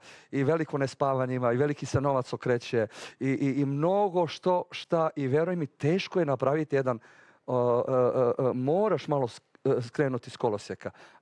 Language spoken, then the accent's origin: Serbian; Stari Bar, Bar Municipality, Montenegro; Ja sam iz Starog Vara, tako da smo 70 km udaljeni.